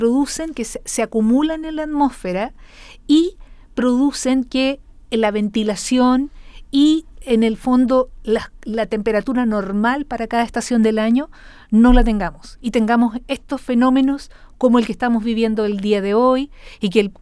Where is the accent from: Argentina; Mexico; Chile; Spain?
Chile